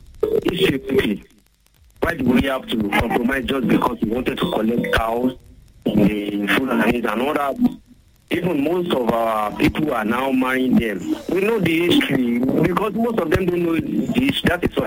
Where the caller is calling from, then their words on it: Apata, Oyo, Nigeria; This person for me, I'm definitely calling from Apata.